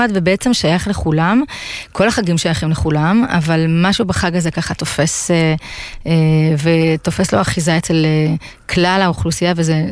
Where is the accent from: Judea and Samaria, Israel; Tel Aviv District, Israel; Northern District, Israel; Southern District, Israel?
Northern District, Israel; Beit She'an; גם גדלתי בצפון, בבית שען, עמק חם, וחם תרתי משמע.